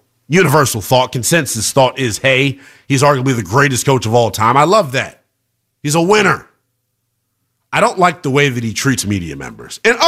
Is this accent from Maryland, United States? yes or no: yes; Maryland, United States; We're both from Maryland, I'm pretty sure.